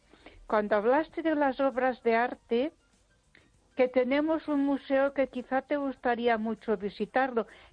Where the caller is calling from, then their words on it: Ponferrada, Castile and León, Spain; de Ponferrada.